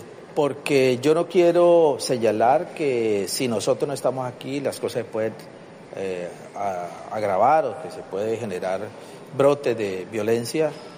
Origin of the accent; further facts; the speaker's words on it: Buenaventura, Valle del Cauca, Colombia; que somos vallecaucanos, que somos de Buenaventura, que tenemos aquí nosotros también nuestro corazón